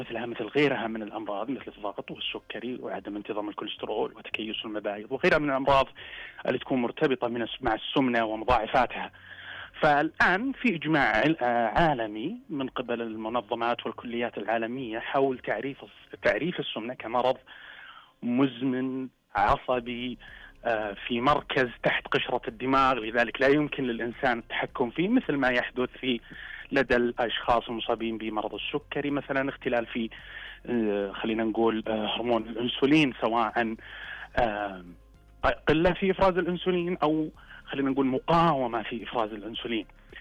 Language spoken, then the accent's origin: Arabic; Saudi Arabia